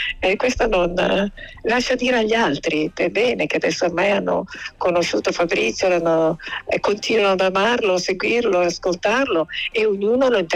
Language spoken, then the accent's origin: Italian; Lombardy, Italy; born there; moved away as an adult; also born or lived in Milan / Sardinia; sono nata fuori Milano e anch'io ho avuto quella libertà da bambina che non avrei avuto a Milano, poi i miei si sono ritrasferiti